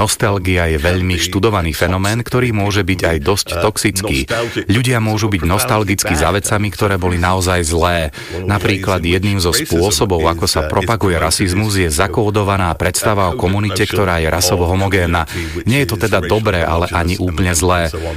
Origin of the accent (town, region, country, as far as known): United Kingdom